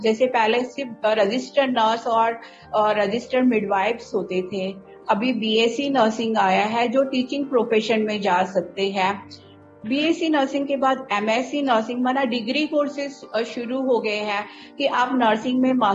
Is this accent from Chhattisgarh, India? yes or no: no; Mumbai, Maharashtra, India; तो मैं तो महाराष्ट्र मुंबई से बिलोंग करती हूँ